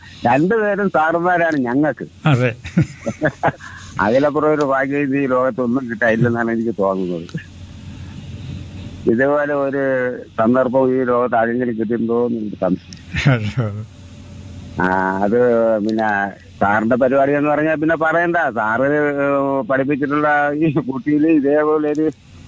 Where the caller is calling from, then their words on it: Azhikode, Kerala, India; ഞാൻ അഴീക്കോട് നിന്നാണ്.